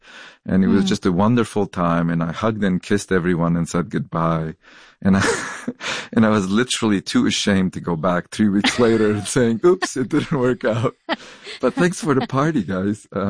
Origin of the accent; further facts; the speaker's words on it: Lebanon; moved away; I grew up in Lebanon. I was literally 8 years old when the civil war started there, so not the most easiest of childhoods.